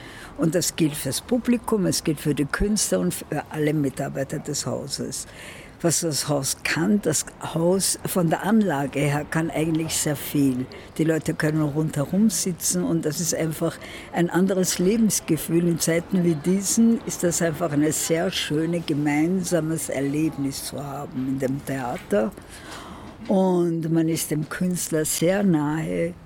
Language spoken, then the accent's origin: German; Iran; now in Vienna, Austria; ich komme aus dem Iran, worauf ich gleich mal sagen muss, sehr stolz bin